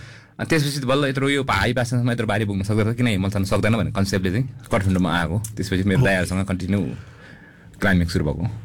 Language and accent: Nepali; Rolwaling, Bagmati, Nepal; म गाउँमा रलबालिङ गाउँमै बसेँ, मेरो गाउँ चाहिँ रलबालिङ गाउँ, 4200 पर्छ एल्टिट्युडमा, दोलखा जिल्लामा पर्छ